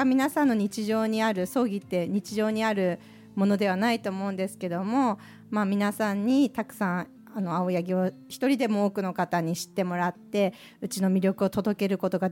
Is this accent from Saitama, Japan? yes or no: no; Sapporo, Hokkaido, Japan; 出身はですね、はい、札幌市東区になります。もう生まれも育ちも全部東区です。